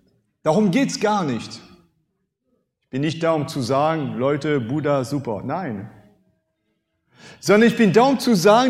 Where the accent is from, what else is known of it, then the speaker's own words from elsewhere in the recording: France; first language French; German is a second language; now in Germany; Jetzt komme ich zu meinem Landsmann Napoleon.